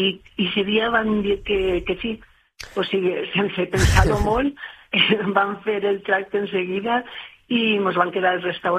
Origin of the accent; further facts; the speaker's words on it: Les Alqueries, Valencian Community, Spain; Nosaltres no som d'ací, som de la Plana, som de les Alqueries.